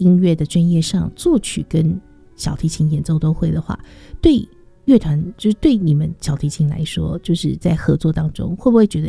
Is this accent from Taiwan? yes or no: yes; Taiwan